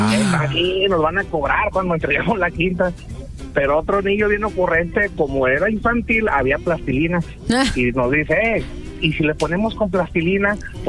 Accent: Mexico; Sí. Ahí va mi experiencia como mexicano.

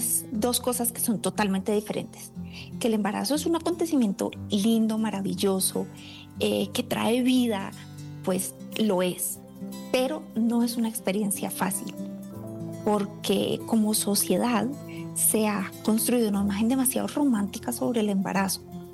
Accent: Colombia; now in Belgium; soy colombiana, vivo en Bélgica, pero hoy transmito desde Colombia. Estoy aquí en mi tierra natal.

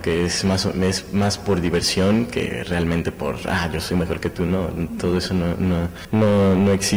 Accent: Mexico; Pues poder ganar la medalla de oro ahí como mexicano, pues eso para mí fue algo increíble que nunca se me va a olvidar.

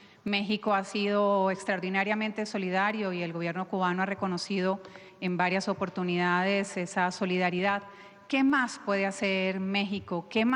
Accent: Colombia; Le saluda a … soy periodista colombiana.

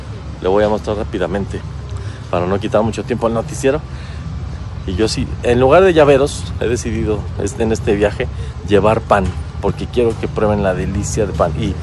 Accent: Coahuila, Mexico; los tamales allá en mi tierra, en Coahuila

